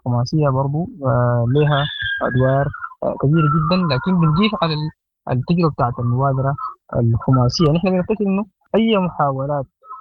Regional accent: Sudan; كسودانيين

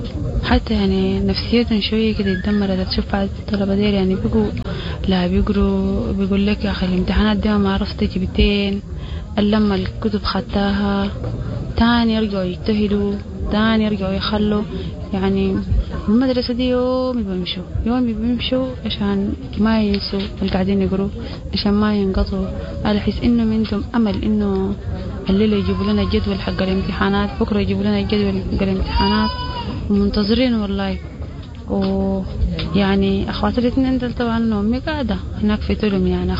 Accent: Omdurman, Khartoum, Sudan; يعني احنا جينا من الخرطوم من درمان جات من بعيد شديد.

